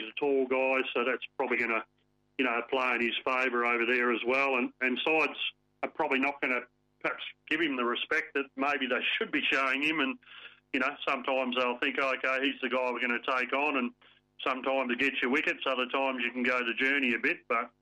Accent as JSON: {"language": "English", "town": "Perth", "region": "Western Australia", "country": "Australia", "tie": "born there", "said": "growing up on the Wacker"}